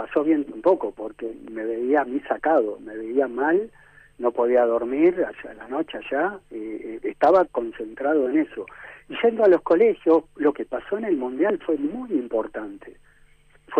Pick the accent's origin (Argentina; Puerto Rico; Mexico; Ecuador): Argentina; lo loco que somos los argentinos